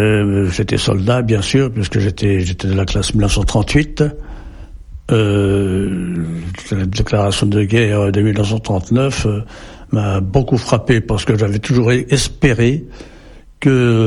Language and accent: French; Berck, Hauts-de-France, France; moved away as an adult; also born or lived in Colombes, France; now in Saint-Martial-d'Albarède, France; je ne suis pas de la région, je ne suis pas de Dordogne. Toute ma jeunesse s'est passée dans le Pas-de-Calais, mais je suis venu en Dordogne en 1950, donc je suis un petit peu périgourdin maintenant, et je suis né le 2 février 1918, j'ai donc 91 ans